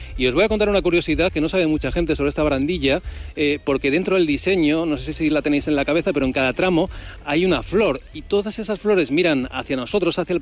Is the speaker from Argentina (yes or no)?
no; Ávila, Castile and León, Spain; also born or lived in Madrid; now in San Sebastián, Spain; o sea, yo soy de Ávila, he vivido muchos años en Madrid, y claro, vine aquí